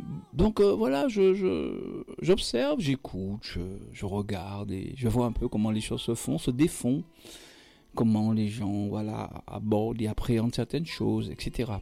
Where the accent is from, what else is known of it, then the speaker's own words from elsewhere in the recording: Guadeloupe; Quand je suis Guadeloupéen, moi aussi